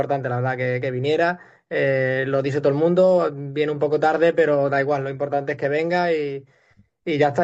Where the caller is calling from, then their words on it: Ceuta, Spain